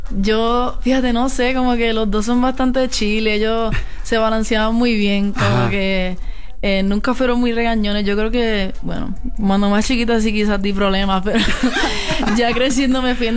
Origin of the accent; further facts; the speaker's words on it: Añasco, Puerto Rico; Yo todavía estoy en Añasco, en casa, en mi pueblo chiquito